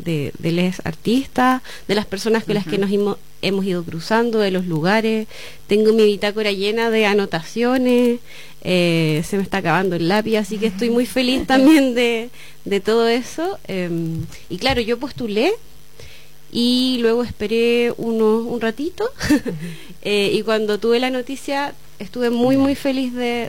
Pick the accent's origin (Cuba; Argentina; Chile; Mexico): Chile; Puerto Aysén, Aysén; born there; also born or lived in Coyhaique; now in Valdivia, Chile; Siempre he vivido cerca de cuerpos de agua. Nací en Coyhaique y después viví en Aysén. Muchos de mis recuerdos de infancia están rodeados de aguas